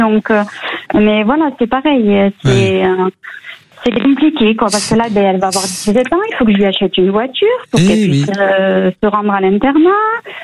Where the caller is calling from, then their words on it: Aignan, Occitanie, France; Non, je suis à Aignan.